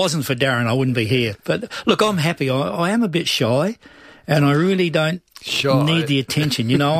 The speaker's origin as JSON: {"language": "English", "town": "Adelaide", "region": "South Australia", "country": "Australia", "tie": "born there", "said": "Right. Well, I was born in Adelaide"}